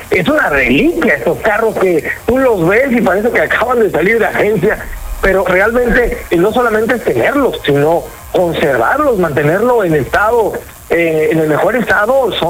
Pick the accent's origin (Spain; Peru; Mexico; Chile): Mexico